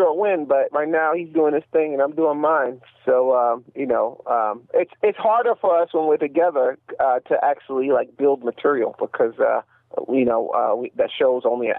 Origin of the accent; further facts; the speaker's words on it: New York, United States; because I'm from New York, I would like to see the Mets win.